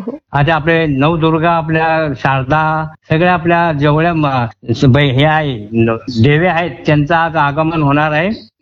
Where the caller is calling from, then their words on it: Vadoda, Maharashtra, India; वडोदा जिल्हा, जळगाव खंदेश.